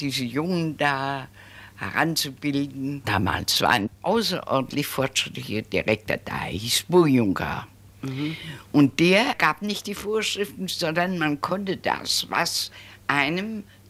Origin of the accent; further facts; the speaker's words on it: Hesse, Germany; now in Frankfurt, Germany; Ich fühle mich als alte Frankfurterin. Obwohl meine Heimat an der waldeckischen Grenze zwischen Frankenberg und Korbach